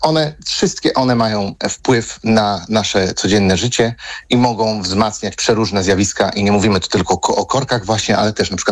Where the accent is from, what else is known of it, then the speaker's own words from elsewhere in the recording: Lower Silesian Voivodeship, Poland; Ja tu przytaczam często przykład trochę z moich rodzinnych stron. Drogi do Karpacza w Sudetach